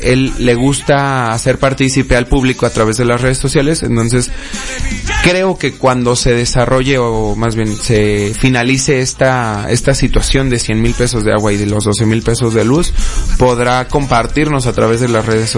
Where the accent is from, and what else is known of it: Guadalajara, Jalisco, Mexico